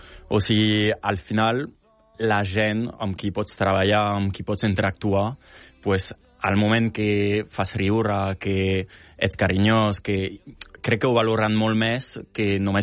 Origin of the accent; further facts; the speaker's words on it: Perpignan, Occitania, France; moved away as an adult; now in Barcelona, Spain; Vaig néixer a Perpinyà.